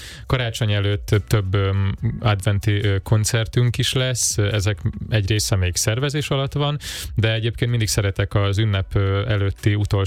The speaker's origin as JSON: {"language": "Hungarian", "region": "Zala", "country": "Hungary", "tie": "born or raised there", "moved": "yes", "said": "egy zalai faluból származom, ahol nagyon elfogadó közegben és szoros közösségben nőttem fel, aztán elkerültem a városba"}